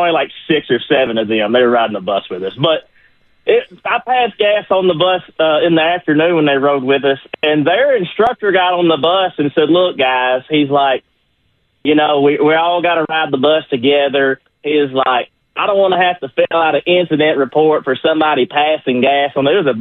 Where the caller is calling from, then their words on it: Kentucky, United States; I was from West Kentucky.